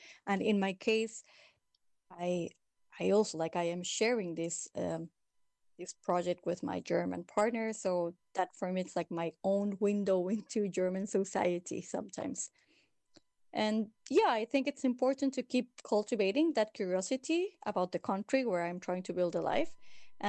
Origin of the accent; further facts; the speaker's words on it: Mexico; I'm from Mexico. I'm 39 years old.